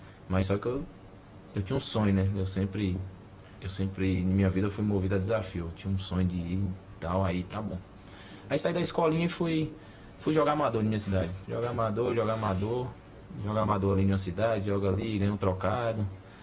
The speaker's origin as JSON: {"language": "Portuguese", "region": "Bahia", "country": "Brazil", "tie": "born or raised there", "said": "Serrano é da Bahia, lá da minha cidade, que disputava o Campeonato Baiano."}